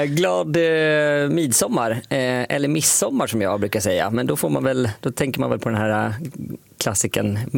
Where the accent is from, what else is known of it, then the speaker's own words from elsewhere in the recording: Dalarna County, Sweden; jag är från Dalarna.